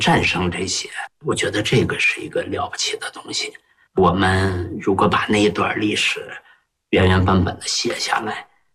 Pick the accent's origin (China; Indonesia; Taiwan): China; Heilongjiang; 因为我本身是黑龙江人嘛，小说文目睹，我对那块土地特别熟悉嘛。